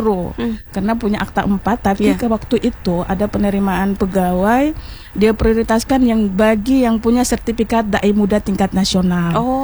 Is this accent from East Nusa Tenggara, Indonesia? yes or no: no; Kendari, Southeast Sulawesi, Indonesia; born there; Jadi saya ini suku Muna. Jadi Muna Buteng. Lahirnya di Kendari. Oh, jadi bapak saya itu rumahnya dulu di Seropia. Saya jadi lahir di Kendari. Orang Muna lahir di Kendari.